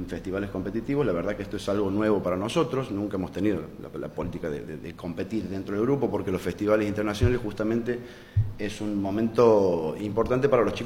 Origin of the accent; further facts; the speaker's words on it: Argentina; como argentino se nos reconoce por el fútbol y por el tango.